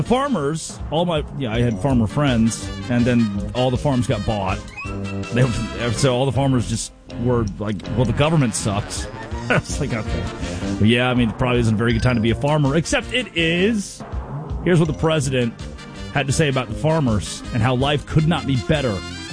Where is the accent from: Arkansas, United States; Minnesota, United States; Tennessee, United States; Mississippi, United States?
Arkansas, United States; So I grew up in Arkansas.